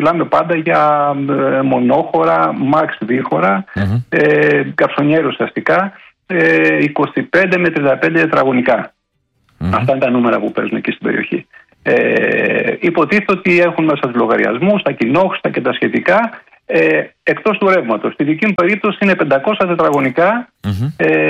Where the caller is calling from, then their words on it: Kalamata, Peloponnese, Greece; εγώ δεν παίρνω από την Αθήνα, είμαι από την Καλαμάτα.